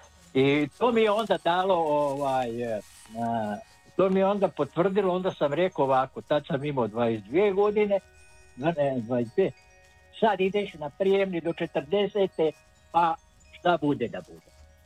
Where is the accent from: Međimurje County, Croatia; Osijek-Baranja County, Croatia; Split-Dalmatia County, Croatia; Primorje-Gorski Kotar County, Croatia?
Osijek-Baranja County, Croatia; Osijek; I budući Slavonac, on je imao sentimente, a ja dolazim iz Osijeka.